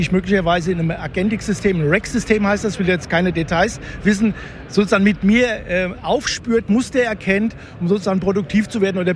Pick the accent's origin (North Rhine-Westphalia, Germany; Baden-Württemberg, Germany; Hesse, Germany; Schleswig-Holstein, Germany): Hesse, Germany; Rüsselsheim; ich komme ja aus Rüsselsheim